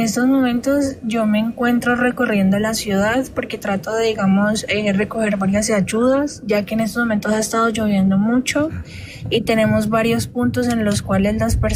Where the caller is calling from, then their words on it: Cali, Valle del Cauca, Colombia; De Cali, Valle del Cauca